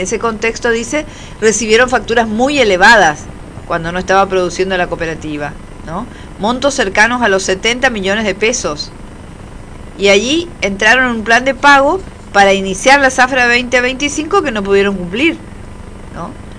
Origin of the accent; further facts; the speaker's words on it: Argentina; nos acordaremos que somos todos argentinos